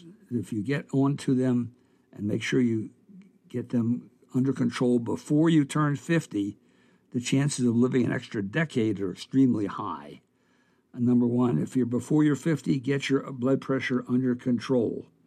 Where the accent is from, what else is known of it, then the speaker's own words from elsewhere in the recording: Delaware, United States; I was raised in Delaware